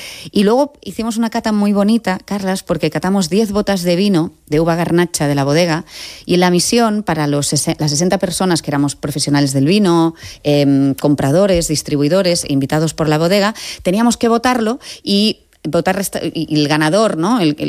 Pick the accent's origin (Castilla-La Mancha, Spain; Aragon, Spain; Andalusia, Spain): Aragon, Spain; Calatayud; Calatayud, de donde vengo